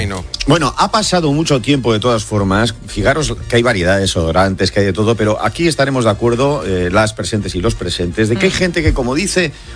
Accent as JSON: {"language": "Spanish", "region": "Basque Country", "country": "Spain", "said": "en mi tierra, en los alrededores de Bilbao."}